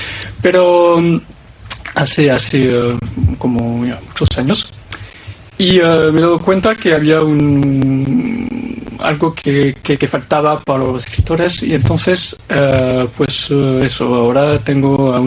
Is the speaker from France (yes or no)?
yes; France; Spanish is a second language; moved away as an adult; now in Bilbao, Spain; pues soy francés y claro, si estoy aquí es porque he encontrado una bilbaína y que me he llevado aquí